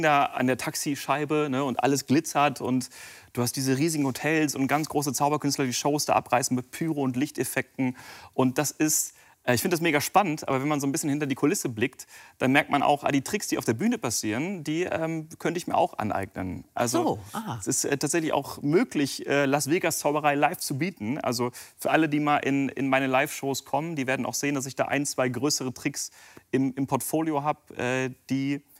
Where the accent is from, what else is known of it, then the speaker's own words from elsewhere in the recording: Japan; German is a second language; ist ja recht klar, wenn ihr mich hier seht und ich Englisch spreche, aus wo ich herkomme, ne, ich bin Japaner.